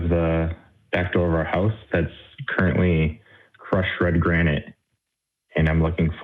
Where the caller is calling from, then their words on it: Port Washington, Wisconsin, United States; I'm calling from Port Washington, Wisconsin.